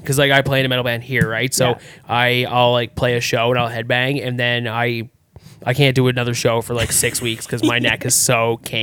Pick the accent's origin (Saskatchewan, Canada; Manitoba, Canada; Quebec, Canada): Saskatchewan, Canada; Saskatoon; now in Yukon, Canada; I'm also from Saskatoon.